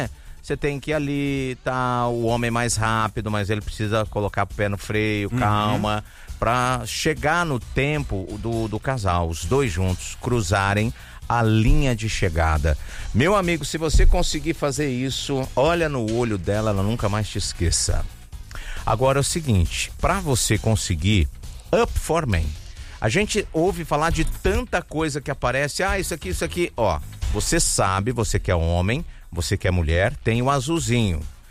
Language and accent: Portuguese; Paraná, Brazil; Não, sou paranaense.